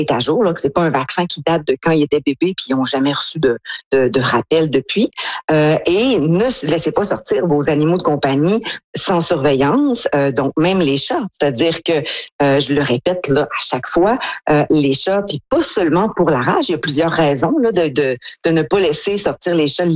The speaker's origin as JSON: {"language": "French", "region": "Quebec", "country": "Canada", "tie": "born or raised there", "said": "En tout cas, moi, dans ma jeunesse au Lac-Saint-Jean, c'était comme ça."}